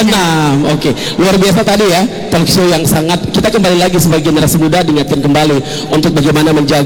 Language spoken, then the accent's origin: Indonesian; Maluku, Indonesia; kita orang Kei sejak dulu hingga kini tetap harus mempertahankan itu sebagai sebuah pandangan hidup kita